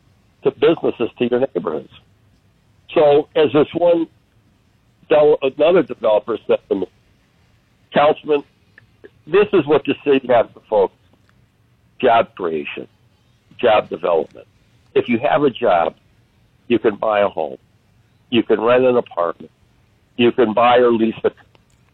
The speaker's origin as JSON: {"language": "English", "town": "Cleveland", "region": "Ohio", "country": "United States", "tie": "born or raised there", "also_born_or_lived": "Glenville, Cleveland", "said": "I was born in the Glenville neighborhood on East 120th, north of St. Clair, between Oakview and Selma. I grew up in Collinwood, where my mother moved us."}